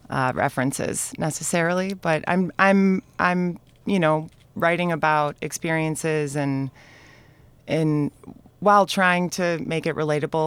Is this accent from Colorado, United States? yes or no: no; Chicago, Illinois, United States; as a Chicagoan